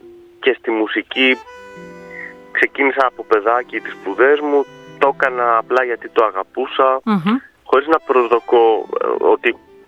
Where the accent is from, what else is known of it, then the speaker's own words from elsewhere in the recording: Volos, Thessaly, Greece; also born or lived in South Pelion; now in Athens, Greece; Ακριβώς, γεννήθηκα στο Βόλο, στη Νέα Ιωνία, με καταγωγή από το Πήλιο, από το Νότιο Πήλιο.